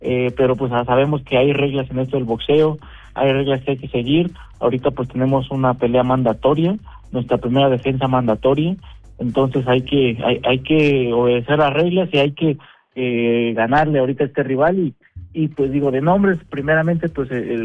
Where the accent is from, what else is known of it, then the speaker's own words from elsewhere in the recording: San Mateo Atenco, State of Mexico, Mexico; somos de San Mateo Atenco, la tierra del calzado